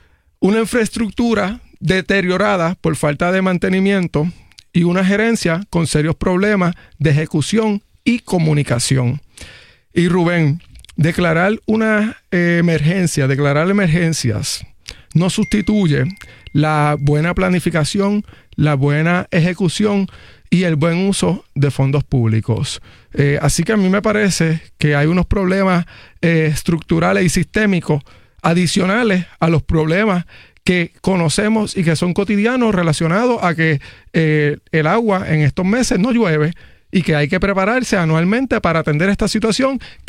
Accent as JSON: {"language": "Spanish", "town": "Aguada", "country": "Puerto Rico", "said": "El noroeste de donde yo soy, Aguada, cada vez que llueve, la toma del río Culebrinas crece"}